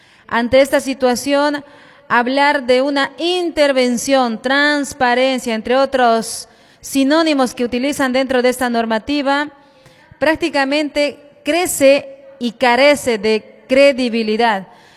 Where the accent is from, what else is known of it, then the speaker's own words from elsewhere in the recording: Bolivia; como ciudadana boliviana, mi persona